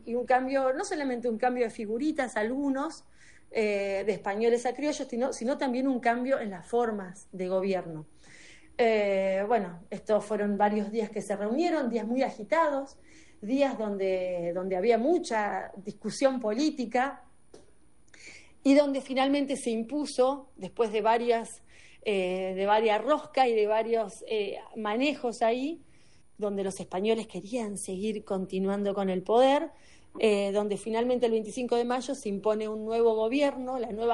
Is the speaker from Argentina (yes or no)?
yes; Argentina; como profe de historia y como siempre les digo, como argentina